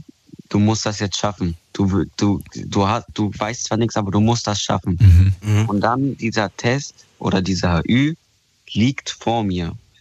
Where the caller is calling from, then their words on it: Rhineland-Palatinate, Germany; Ich rufe aus Rheinland-Pfalz an.